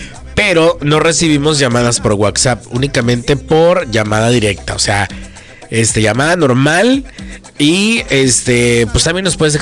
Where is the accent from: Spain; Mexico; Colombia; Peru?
Mexico; Mapastepec, Chiapas; Es que yo vengo de Mapastepec. Bueno, ahorita estoy allá en Mapastepec.